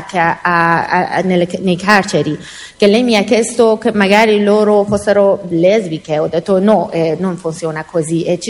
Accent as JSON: {"language": "Italian", "country": "Iran", "second_language": "Italian", "moved": "yes", "lives_now": "Italy", "said": "il mio paese è bellissima"}